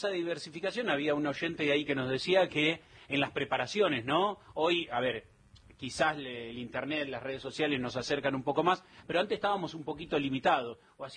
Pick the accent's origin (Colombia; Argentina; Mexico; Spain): Argentina; pero no somos bravos los argentinos.